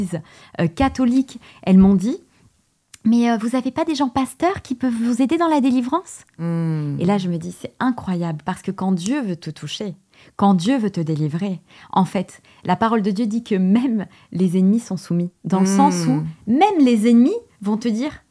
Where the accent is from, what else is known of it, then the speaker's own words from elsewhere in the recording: Portugal; Parce que je suis portugaise.